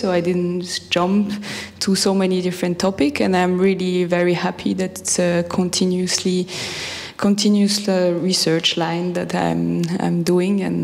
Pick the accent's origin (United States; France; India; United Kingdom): France; English is a second language; moved away as an adult; So I started my research next to my hometown, so in the northeast of France